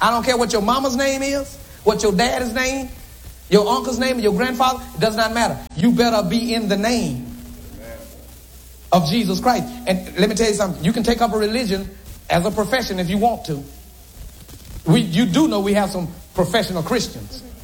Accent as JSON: {"language": "English", "town": "Stony Hill", "region": "Saint Andrew", "country": "Jamaica", "said": "I'm from Stony Hill."}